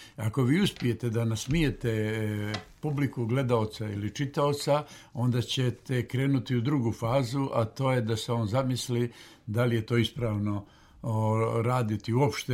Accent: Berane, Berane Municipality, Montenegro; Zaista mi je drago vratiti se u ovaj studio u mom rodnom gradu i uvijek se sjećam sjajno kada dođem u studiju Radio Berana.

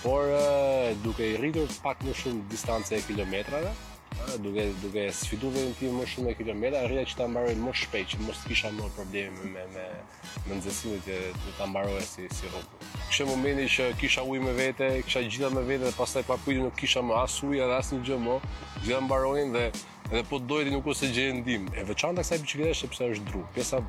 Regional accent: Shkodër, Shkodër County, Albania; Çdo gjë ka filluar që në qytetin tim të origjinës, më qenë që jam Shkodran, dhe më saktë për atë doja që ta nisja nga qyteti i Shkodrës

